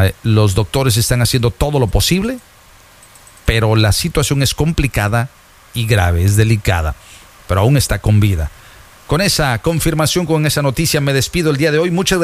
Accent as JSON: {"language": "Spanish", "region": "Veracruz", "country": "Mexico", "said": "Yo soy Jarocho."}